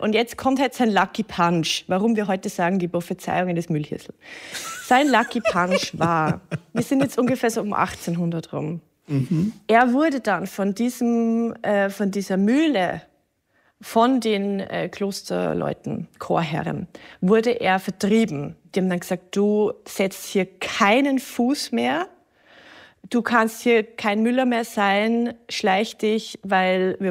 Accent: Straubing, Bavaria, Germany; Also das ist so ein bisschen einfach so eine niederbayerische Figur. Ich komme ja aus Straubing.

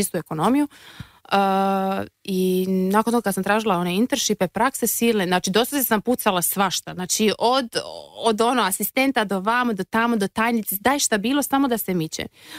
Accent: Split, Split-Dalmatia County, Croatia; moved away as an adult; now in Germany; rodom iz Splita prije svega.

